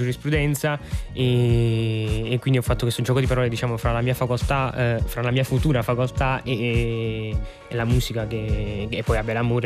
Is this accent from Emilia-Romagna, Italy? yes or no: no; Avellino, Campania, Italy; Io comunque sono nato a Avellino, e Avellino è molto vicino a Napoli, quindi diciamo fin da piccolo ho sempre visto Napoli come la città